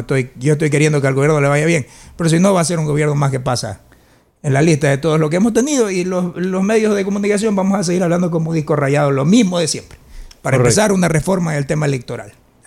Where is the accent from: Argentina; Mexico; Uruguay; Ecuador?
Ecuador; no soy el único ecuatoriano que piensa de esta manera